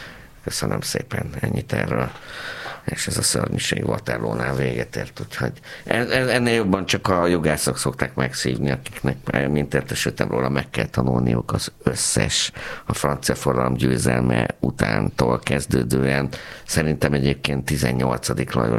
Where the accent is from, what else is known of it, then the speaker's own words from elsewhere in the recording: Pécs, Baranya, Hungary; Tudod, én pécsi vagyok, és a Pécsi Körzeti Stúdiónak minden nap volt egy ilyen műsora